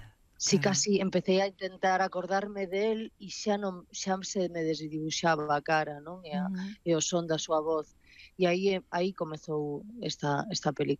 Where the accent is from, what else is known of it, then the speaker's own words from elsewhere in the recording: Ribeira, Galicia, Spain; coma nas aldeas ao redor de Santiago, que é donde eu me criei, crieime aquí en Ribeira.